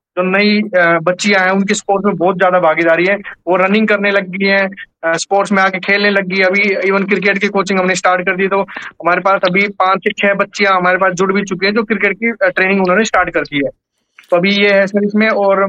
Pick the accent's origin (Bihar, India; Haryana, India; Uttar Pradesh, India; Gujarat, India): Haryana, India; Neerpur; also born or lived in Gurgaon; मेरा गांव सिर्फ 600 वोटों का है